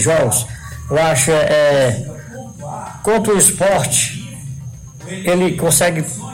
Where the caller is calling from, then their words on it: Fortaleza, Ceará, Brazil; do Pan-Americano.